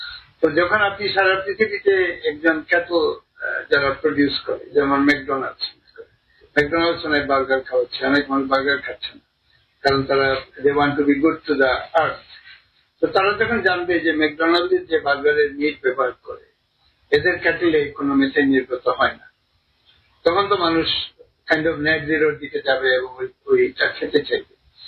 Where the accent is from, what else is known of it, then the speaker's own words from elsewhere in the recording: Bangladesh; তো আমি যেহেতু বাংলাদেশের মানুষ এবং এটা যেহেতু আমার নিজের ডিসকভারি